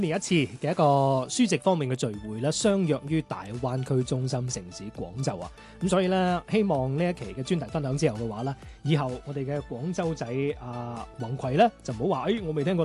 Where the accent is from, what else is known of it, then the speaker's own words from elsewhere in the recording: Macau; 我家鄉澳門